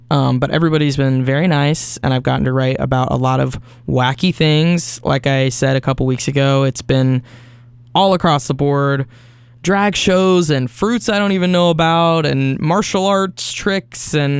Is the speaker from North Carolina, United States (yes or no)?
yes; Charlotte, North Carolina, United States; moved away; I'm from Charlotte.